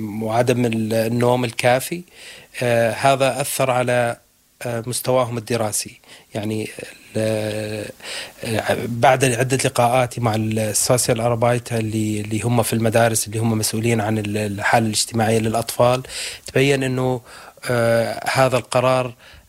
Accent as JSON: {"language": "Arabic", "region": "Daraa Governorate", "country": "Syria", "moved": "as an adult", "lives_now": "Berlin, Germany", "said": "من سوريا، من محافظة درعا. أنا في ألمانيا من 2015، كنت أعمل في سوريا مدرس لغة عربية"}